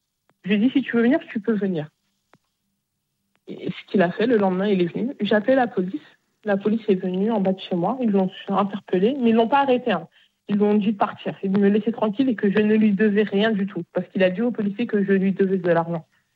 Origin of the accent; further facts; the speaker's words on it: Bagneux, Île-de-France, France; Parce que moi, je viens de Bagneux.